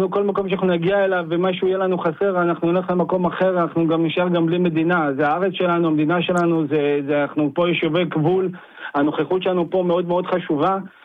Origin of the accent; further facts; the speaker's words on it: Central Israel, Israel; now in Golan Heights; אני איבדתי את שתי רגליי ברמת הגולן, וגדלתי במרכז